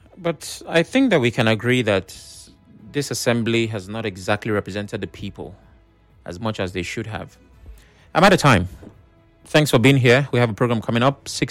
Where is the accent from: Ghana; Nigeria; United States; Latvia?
Nigeria; being Nigerian, there's just a part of me that feels